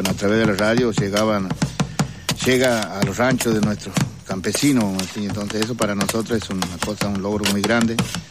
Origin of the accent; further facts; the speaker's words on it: Rincón de Saladillo, Argentina; Bueno, buenas tardes … vengo del Rincón de Saladillo, la cuna de los rebeldes.